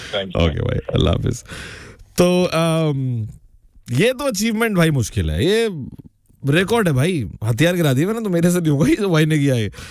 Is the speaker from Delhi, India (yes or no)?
yes; Delhi, India; भाई दिल्ली से।